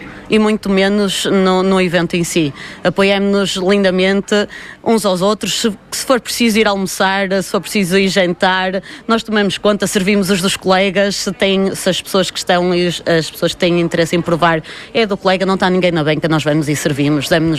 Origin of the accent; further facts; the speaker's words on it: Amarante, North, Portugal; nós somos de Vila Garcia